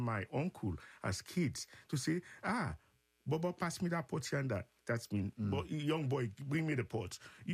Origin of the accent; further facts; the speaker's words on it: Freetown, Western Area, Sierra Leone; I'm from Freetown. Mm-hmm. And Freetown, I guess you know, you may not know, is where slaves were set free. And so basically my ancestors are actually Yorubas from Nigeria.